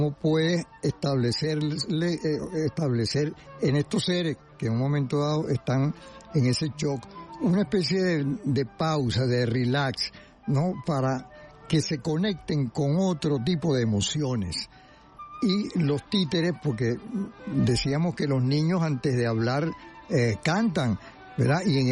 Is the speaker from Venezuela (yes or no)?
yes; Venezuela; agradecido como venezolano